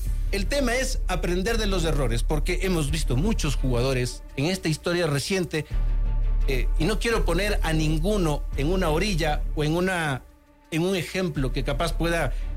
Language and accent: Spanish; Ecuador